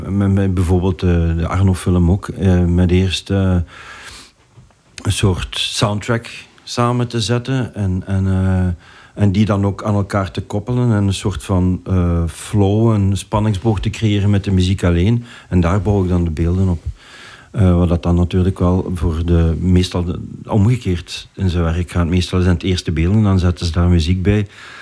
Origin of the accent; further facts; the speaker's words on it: Heppen, Flanders, Belgium; also born or lived in Hasselt; Ik ben opgegroeid in Heppen, het is te zeggen. Ik heb daar maar gewoond als ik 9 jaar was. En ik ben altijd naar school geweest in Hasselt.